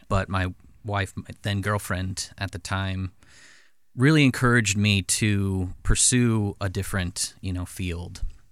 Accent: O'Fallon, Missouri, United States; now in Godfrey, United States; I grew up in the St. Louis metro area, O'Fallon, Missouri. And my wife also is from this area. We live in Godfrey now, so somewhat, you know, close by.

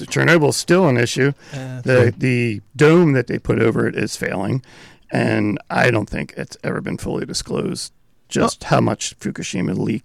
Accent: Pennsylvania, United States; we were growing up in Pennsylvania

